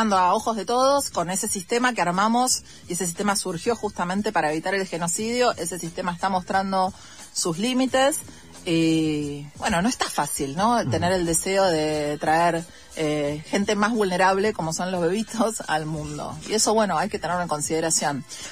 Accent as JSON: {"language": "Spanish", "country": "Argentina", "said": "lo estamos pasando muy mal en la Argentina"}